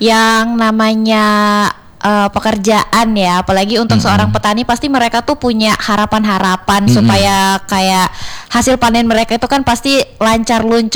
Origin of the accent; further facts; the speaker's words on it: North Kalimantan, Indonesia; moved away; waktu aku lagi di kampungku ya di Kaltara gitu kan.